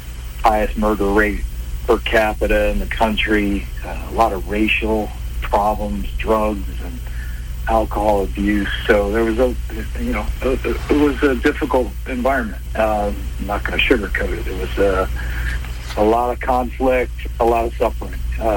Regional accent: Flint, Michigan, United States; So I grew up in Flint, Michigan, if you know that name at all.

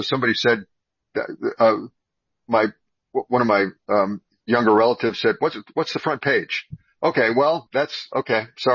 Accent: Washington, District of Columbia, United States; Short answer is I have lived here my entire life. I was born in Washington, in Washington, D.C., in Old Sibley Hospital on North Capitol Street, near the government printing office and inside of the Capitol in 1950.

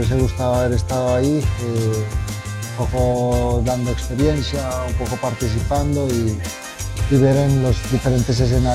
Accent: Colombia

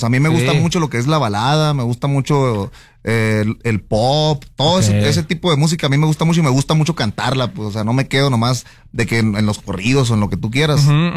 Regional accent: Ciudad Obregón, Sonora, Mexico; Yo soy de Ciudad Obregón, entonces fue el primer tema que quise sacar.

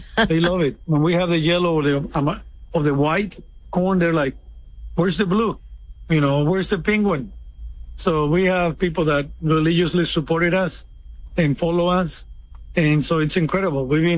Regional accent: Oaxaca, Mexico; now in Shreveport, United States; to go back to my hometown

